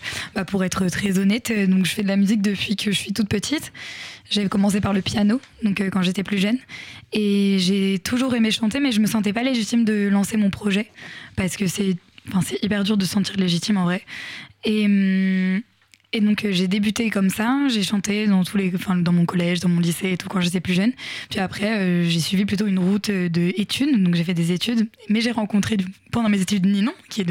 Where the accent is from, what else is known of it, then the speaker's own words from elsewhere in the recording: Normandy, France; Donc, je suis retournée en Normandie parce que je suis originaire de Basse-Normandie.